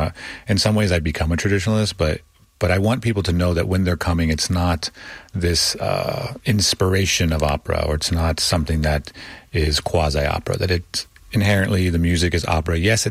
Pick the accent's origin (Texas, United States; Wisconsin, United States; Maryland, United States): Texas, United States; Austin; also born or lived in Laredo; my grandmother came over from England. They settled. And so my mom was born there. I grew up in Austin, but I spent a lot of time in Laredo.